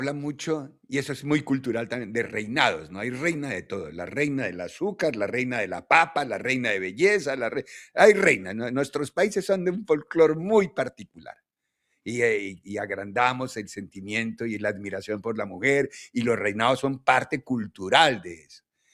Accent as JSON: {"language": "Spanish", "country": "Colombia", "said": "en mi país hay reina de la panela, de la papa, de la caña de azúcar, del café"}